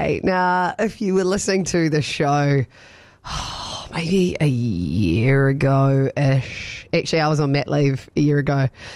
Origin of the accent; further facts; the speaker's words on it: Canterbury, New Zealand; Well, we grew up in Canterbury, and to be fair, there were a number of sightings of the infamous Black Panther.